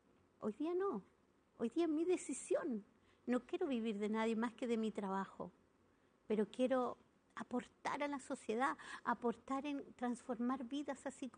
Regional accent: Parral, Maule, Chile; also born or lived in Bajos de Mena, Chile; Bueno, mi lugar de origen es Parral, pero nací, me crié en Parral, me malcrié en Bajos de Mena y me transformé en Bajos de Mena.

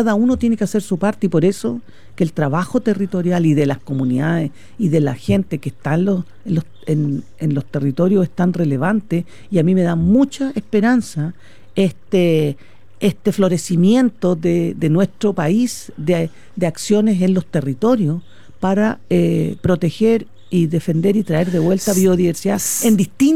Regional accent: Magallanes, Chile; Las especies que nosotros comemos, yo vengo de Magallanes, la centolla, el trofón, dependen de estos bosques

